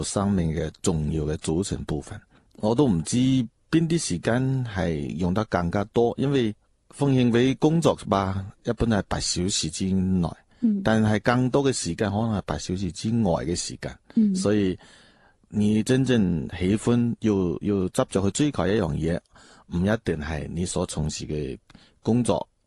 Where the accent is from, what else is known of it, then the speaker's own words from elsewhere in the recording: Lingnan, China; 我自细到大生于岭南，长于岭南，喺呢一片山水土地啊培育咗我，所见所闻都系岭南嘅嘢最多。甚至从细到大好少去其他地方。